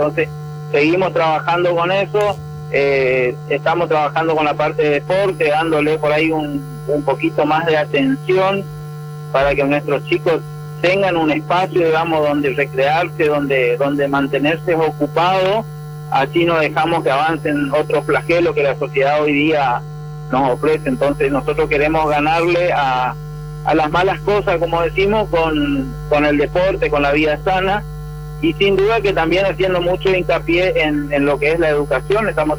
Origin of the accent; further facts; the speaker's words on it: Colonia Libertad, Corrientes, Argentina; Sí, yo soy oriundo acá de Colonia Libertad, soy nacido y criado en Colonia Libertad, o sea, nunca emigré, gracias a Dios.